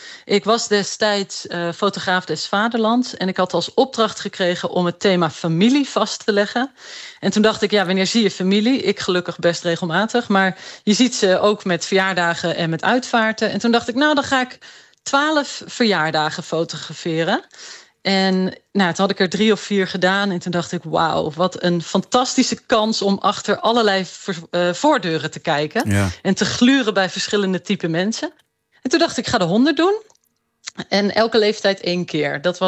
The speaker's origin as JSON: {"language": "Dutch", "country": "Netherlands", "said": "Want we voelen ons als Nederlanders denk ik relatief uitbundig en hip."}